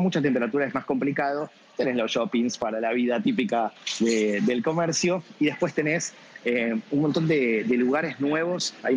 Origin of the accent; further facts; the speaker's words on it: Rosario, Santa Fe, Argentina; soy rosarino y nosotros los rosarinos somos muy fanáticos de Rosario.